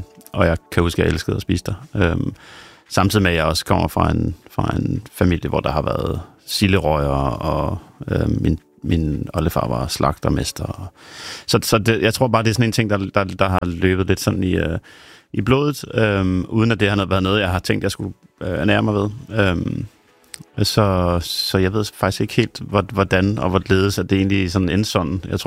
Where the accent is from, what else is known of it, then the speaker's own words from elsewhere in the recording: Rønne, Capital Region of Denmark, Denmark; born there; Det er i Rønne, ja.